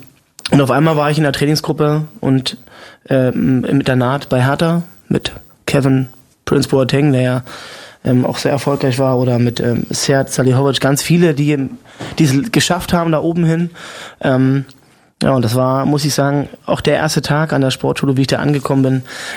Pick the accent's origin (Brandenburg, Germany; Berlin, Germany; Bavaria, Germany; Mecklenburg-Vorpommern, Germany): Brandenburg, Germany; Cottbus; also born or lived in Guben; dort im Internat bin ich entstanden. Und dann sind meine Eltern nach Cottbus gezogen und da bin ich dann aufgewachsen.